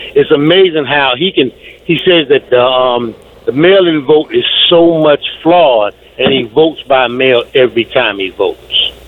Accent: Baltimore, Maryland, United States; I'm from Baltimore City.

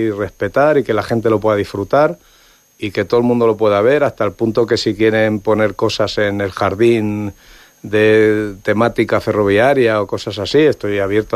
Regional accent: Castilla-La Mancha, Spain; es un humedal magnífico, independientemente de miel, lógicamente, pues no es tan conocido como los manchegos nos pensamos.

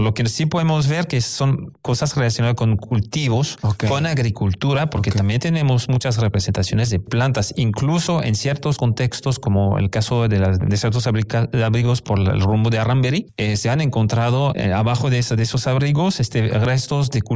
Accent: Nuevo León, Mexico; vestigios culturales que vale mucho la pena conocer para forjar un poquito mejor nuestra identidad como regios sí, y claro. Personas del noreste de México.

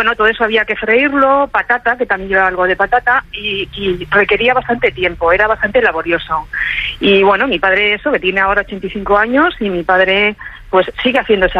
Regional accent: Community of Madrid, Spain; yo no soy de Tudela, yo soy madrileña, pero mi padre y mi abuela materna eran de aquí, de Navarra.

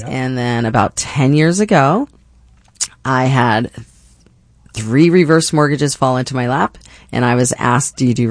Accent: Phoenix, Arizona, United States; Well, I'm actually a Phoenician. I'm from here.

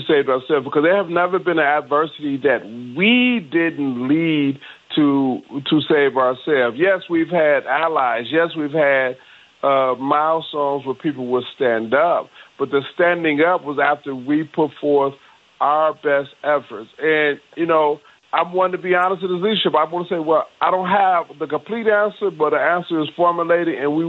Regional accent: Detroit, Michigan, United States; But quite frankly, I grew up in Detroit, you know, Metro Detroit.

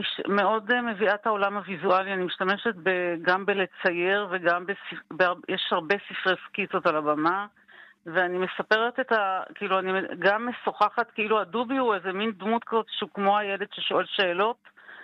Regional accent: Hulata, Northern District, Israel; עכשיו אני במקור מקיבוץ, קיבוץ חולתה, בת להורים יקים.

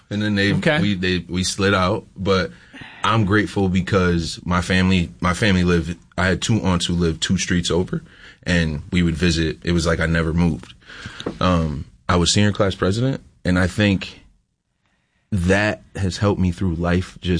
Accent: Spencerport, New York, United States; I grew up in Rochester, but specifically Spencerport.

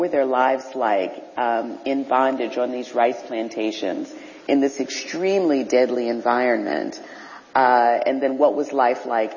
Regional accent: Colleton, South Carolina, United States; Well, we're from Colleton, South Carolina, which is the next county over.

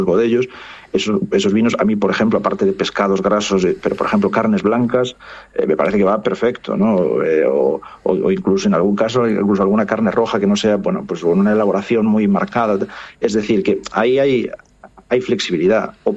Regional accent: Galicia, Spain

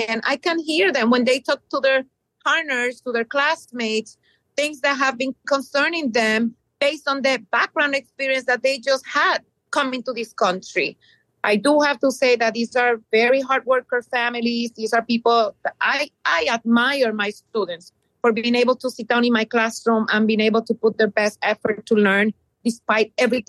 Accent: Puerto Rico; born there; I was born in Puerto Rico. And I share with them, even though I am a legal citizen because I was born in Puerto Rico

